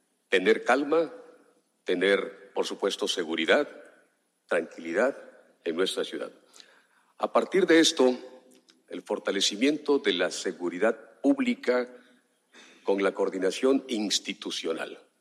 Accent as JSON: {"language": "Spanish", "town": "Juchitán de Zaragoza", "region": "Oaxaca", "country": "Mexico", "said": "Estoy en mi lengua materna para saludar así a toda la gente de mi ciudad, Juchitán de Zaragoza, al Istmo de Tehuantepec"}